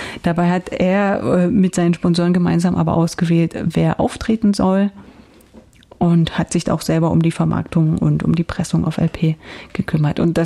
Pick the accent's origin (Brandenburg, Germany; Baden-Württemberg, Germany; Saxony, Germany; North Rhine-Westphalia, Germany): Saxony, Germany; wir kommen alle aus Sachsen.